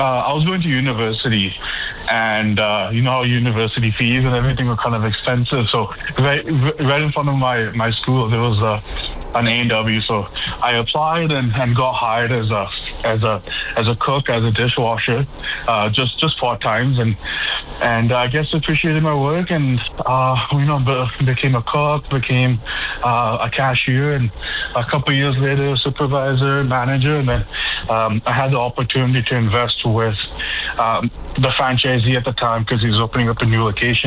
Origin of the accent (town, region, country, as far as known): Edmonton, Alberta, Canada; born or raised there; moved away as an adult; also born or lived in Moncton